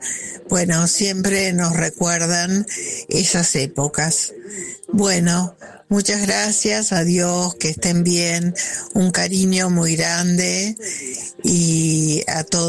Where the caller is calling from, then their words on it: Acassuso, Buenos Aires Province, Argentina; de Acasuso